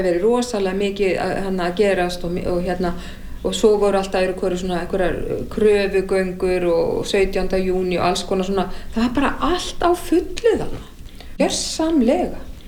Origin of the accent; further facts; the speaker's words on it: Reykjavík, Capital Region, Iceland; Ég held að einhverstaðar hafi mér þótt að líka ákveðin lúxus að alast upp á Laugaveginum.